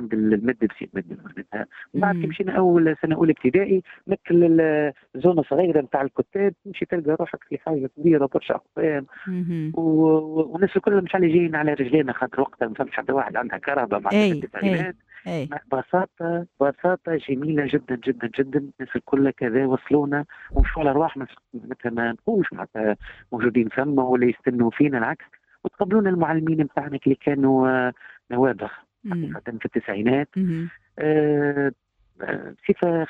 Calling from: Gafsa, Gafsa Governorate, Tunisia

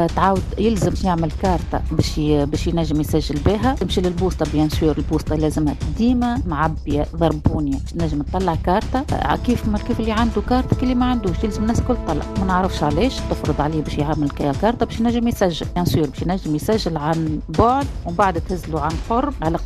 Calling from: Tunisia; عندنا في تونس

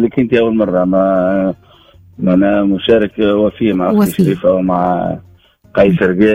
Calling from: Bir Ali Ben Khalifa, Sfax Governorate, Tunisia; احنا منطقة ريفية في دير علي معناها في حي شعبي

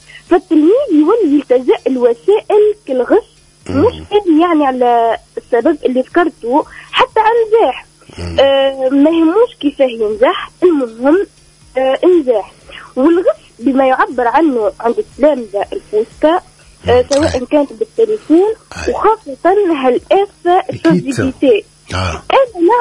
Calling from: Gabès Governorate, Tunisia

